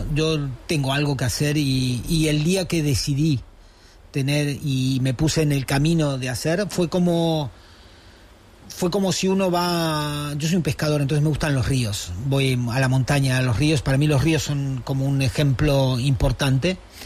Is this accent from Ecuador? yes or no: no; Patagonia, Argentina; Pero luego vine en mi provincia, yo soy de la Patagonia